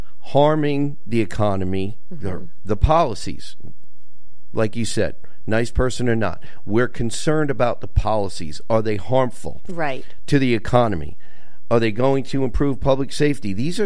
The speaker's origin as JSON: {"language": "English", "region": "Vermont", "country": "United States", "tie": "born or raised there", "said": "I grew up in Vermont, but I'm leaving."}